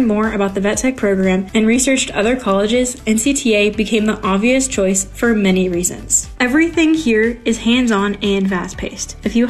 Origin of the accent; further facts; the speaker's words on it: Arapahoe, Nebraska, United States; from Arapahoe, a first-year student in the veterinary technology program at Nebraska College of Technical Agriculture.